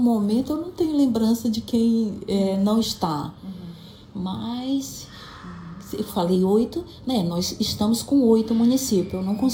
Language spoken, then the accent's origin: Portuguese; Atalaia do Norte, Amazonas, Brazil; born there; moved away as an adult; also born or lived in Tabatinga; aqui da cidade de Tabatinga. É minha cidade do coração, mas eu nasci no pelotão militar de Estirão do Equador, numa casa de palha, com paxiúba, à beira do rio Javari. Eu sou, como é que se diz? Eu sou do município de Atalaia do Norte, né? Sendo que eu da região de Atalaia do Norte, do rio Javari.